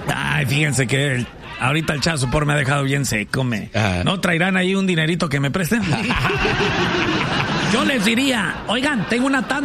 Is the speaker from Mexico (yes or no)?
yes; Mexico